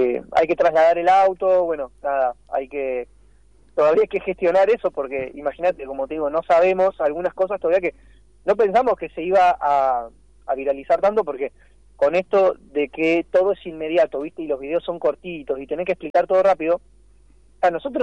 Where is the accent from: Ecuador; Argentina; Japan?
Argentina; Pilar, Buenos Aires Province; yo soy de Pilar en realidad, pero doy clases allá. Acá en Pilar